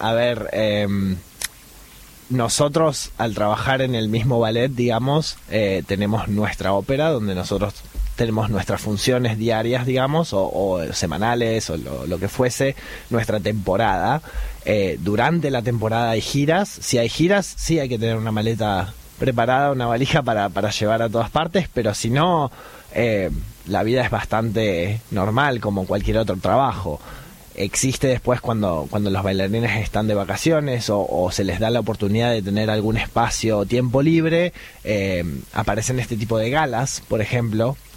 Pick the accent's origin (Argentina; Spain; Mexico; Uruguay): Argentina; moved away; siendo argentinos, y trayendo eso de vuelta hacia acá.